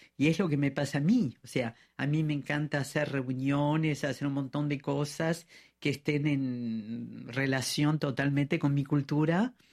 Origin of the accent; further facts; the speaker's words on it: Argentina; now in Paris, France; yo me siento más argentina que francesa, pero me gusta mucho vivir en Francia.